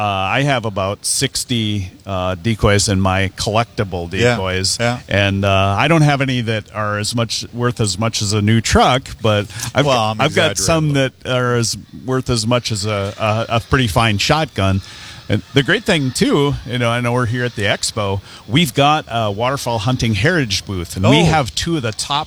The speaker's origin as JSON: {"language": "English", "region": "Wisconsin", "country": "United States", "said": "I'm from Wisconsin"}